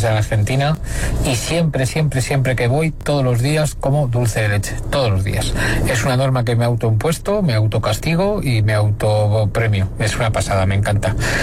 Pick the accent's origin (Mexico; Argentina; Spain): Spain; Madrid, Community of Madrid